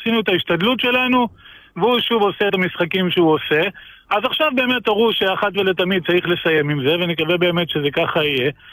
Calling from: Jerusalem, Jerusalem District, Israel; אני אברך מירושלים.

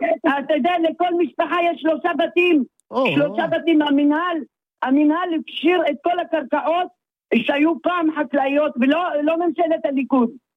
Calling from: Elyakhin, Central District, Israel; למה באל יכין אין שום מפעל? למה? כי אנחנו תימנים

